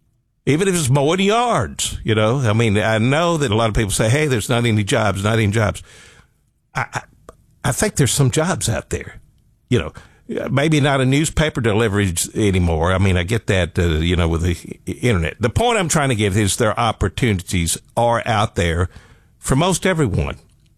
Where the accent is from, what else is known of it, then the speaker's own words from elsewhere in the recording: Alabama, United States; You know, I grew up in Northeast Alabama on a mountain.